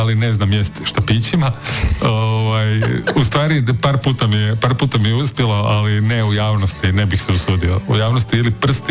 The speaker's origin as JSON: {"language": "Croatian", "town": "Zagreb", "region": "City of Zagreb", "country": "Croatia", "tie": "born or raised there", "said": "moje djetinjstvo u Novom Zagrebu je bilo gotovo seosko djetinjstvo."}